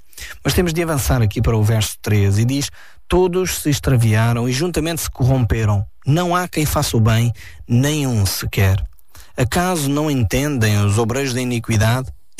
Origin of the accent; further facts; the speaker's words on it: Portugal; é triste para mim, como português, ter que voltar tão para trás para encontrar alguma coisa de interessante que aconteceu na nossa história